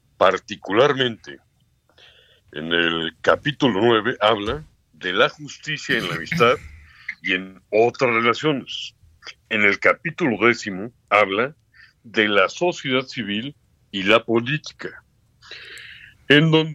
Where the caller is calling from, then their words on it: Mexico; ambos somos mexicanos. Ambos somos mexicanos.